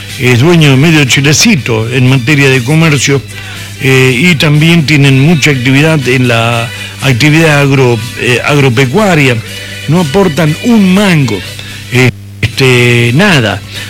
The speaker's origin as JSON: {"language": "Spanish", "country": "Argentina", "said": "somos los argentinos"}